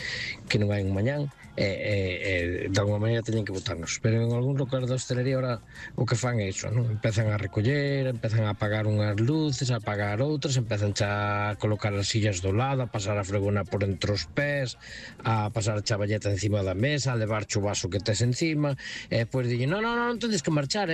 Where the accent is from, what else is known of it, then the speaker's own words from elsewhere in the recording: A Estrada, Galicia, Spain; Hola, bon días, equipazos … da Estrada.